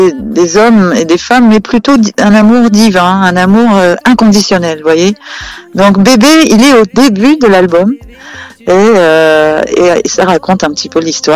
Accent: France; born there; je suis née en France d'un papa tunisien algérien qui avait quitté la Tunisie à l'âge de 17 ans et qui a voyagé dans 32 pays avant d'arriver en France.

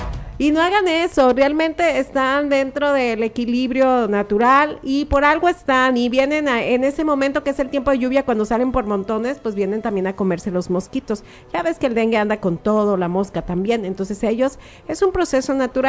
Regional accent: Tecuala, Nayarit, Mexico; De Tecuala, ¿eh? Pues somos de Tecuala.

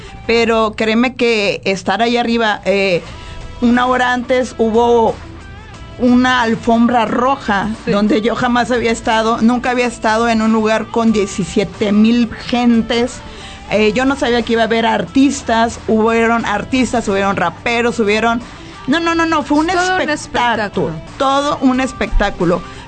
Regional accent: Nayarit, Mexico; now in Tijuana, Mexico; yo siempre orgullosamente nayarita, eso nadie me lo quita, aunque radico en Tijuana, que también pues soy norteña, ¿no? Y ya con tantos años, pero eso no me quita el orgullo de ser nayarita

